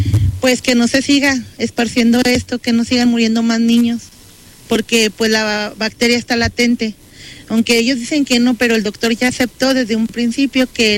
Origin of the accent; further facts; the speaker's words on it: Torreón, Coahuila, Mexico; Mire, le comento a las personas aquí presentes que yo vengo de la ciudad de Torreón … vengo por el mismo caso que está pasando aquí en el estado de Durango